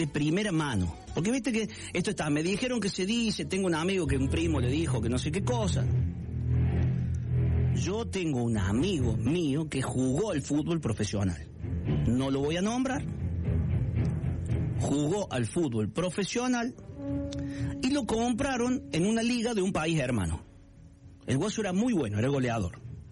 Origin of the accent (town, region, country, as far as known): Argentina